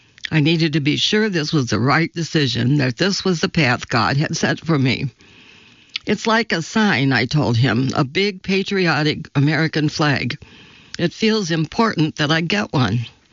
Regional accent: India; now in United States; something I dreamed of ever since I was growing up in India. John knew how much this meant to me

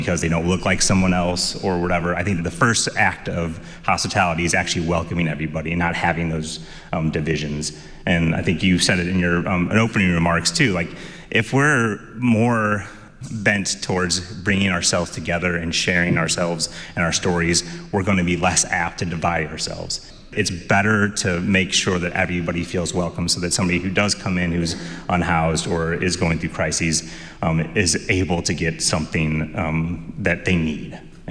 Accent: St. Louis, Missouri, United States; Yeah, I grew up in a restaurant, which helped a lot. I am from St. Louis, Missouri. I was born and raised

